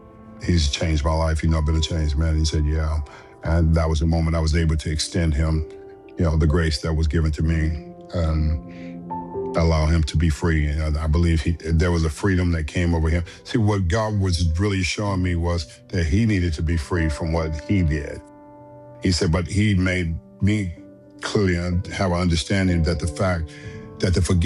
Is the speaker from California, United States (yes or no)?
yes; Los Angeles, California, United States; born or raised there